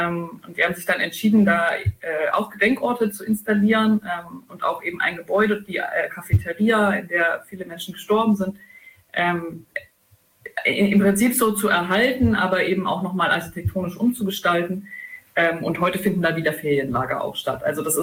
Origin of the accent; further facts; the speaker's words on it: Jena, Thuringia, Germany; Wir haben es ja am Anfang gesagt, wir kommen aus Jena, und das ist vielleicht schon auch noch ein wichtiger Bezugpunkt.